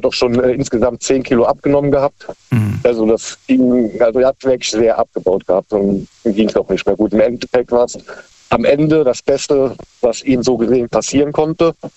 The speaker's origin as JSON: {"language": "German", "region": "Rhineland-Palatinate", "country": "Germany", "said": "Ich komme aus dem Raum Koblenz."}